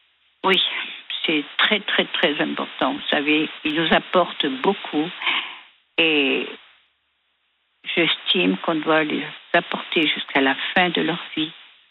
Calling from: Garéoult, Provence-Alpes-Côte d'Azur, France; Je suis dans le Var.

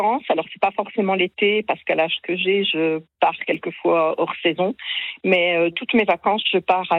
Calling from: Grand Est, France; Alors, je vous appelle de Lorraine.

